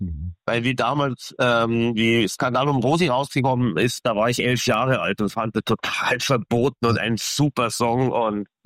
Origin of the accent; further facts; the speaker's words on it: Bavaria, Germany; also born or lived in Munich; ich bin ja Bayer und ich habe ja lange in München gelebt